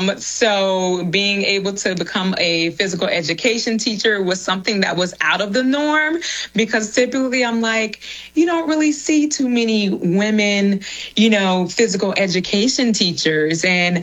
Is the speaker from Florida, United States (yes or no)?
yes; Jacksonville, Florida, United States; moved away as an adult; now in Orlando, United States; I am originally from Jacksonville, Florida. So go Jags. I currently reside in the Orlando area. I moved here to attend the University of Central Florida